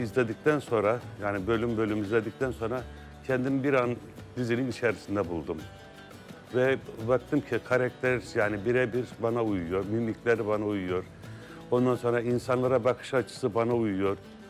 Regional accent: Gaziantep, Turkey; born there; moved away as an adult; also born or lived in Kürdosman; now in Istanbul, Turkey; Bir baktım Antep'e geldik. Antep'te böyle bir odalı evde 7 kardeş, anne baba 9 kişi bir evde kaldık.

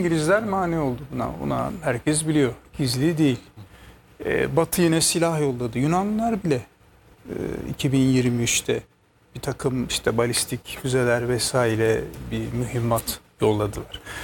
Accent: Tulcea, Tulcea County, Romania; Benim kendi babam memleketim Tulça, Romanya'da. Evet, evet. 9 mil İsmail karşısı görüyoruz evden bakınca.

